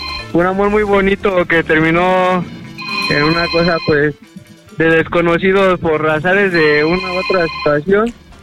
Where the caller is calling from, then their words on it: Mexico City, Mexico; Soy de acá, del Olivar, de Mixcoac para arriba, toda la banda.